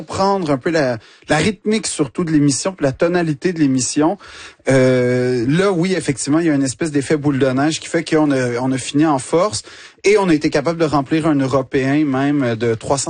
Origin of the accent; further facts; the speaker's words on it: Quebec, Canada; now in France; je me mets toujours à la place du fait que je suis Québécois. Donc en fait, je suis pas un Français, je suis un Québécois qui est en France.